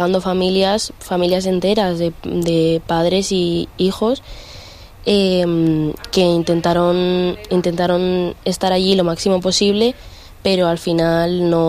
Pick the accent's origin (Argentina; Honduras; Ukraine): Ukraine; Western Ukraine; now in Elche, Spain; nuestra casa está más pegada al oeste, más pegada a Polonia